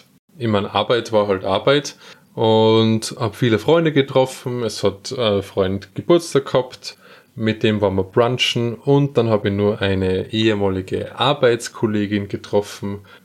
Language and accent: German; Austria; gerade als Österreicher ist man ja so stolz auf sein Gebäck.